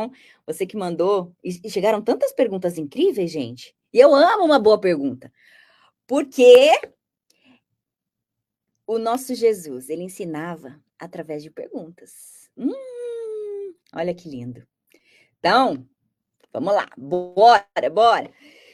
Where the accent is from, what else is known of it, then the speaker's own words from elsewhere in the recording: Brazil; moved away; Esse é o meu gosto, lembra? Eu sou brasileira, eu tenho uma outra cultura.